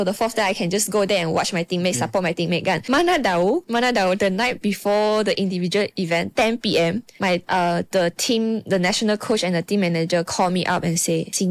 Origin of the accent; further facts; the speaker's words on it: Sarawak, Malaysia; I think maybe because I'm from Sarawak kot.